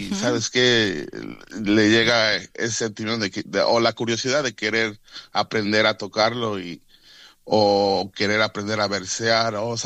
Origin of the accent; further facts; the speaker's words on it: Mexico; yo como mexicano, para mí es ese sentimiento que me da, es orgullo, ¿verdad?, aportar a lo que es la comunidad de mexicana aquí, ¿verdad?